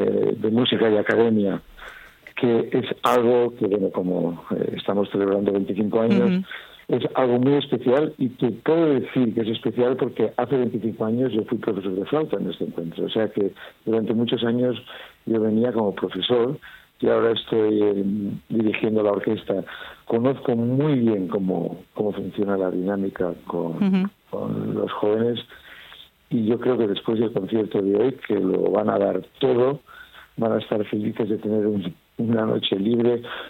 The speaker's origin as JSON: {"language": "Spanish", "town": "Santander", "region": "Cantabria", "country": "Spain", "said": "Yo soy de Santander"}